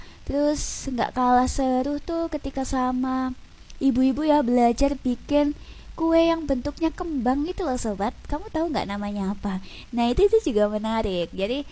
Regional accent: Lamongan, East Java, Indonesia; asli mana mbak? Asli Lamongan.

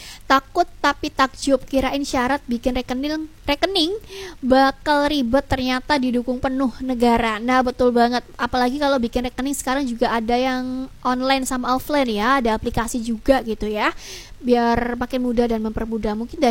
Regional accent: Indonesia; Tentunya kita juga sebagai warga WNI ini juga ya, plus 62 ini harus sama-sama memberikan hal-hal yang positif ya.

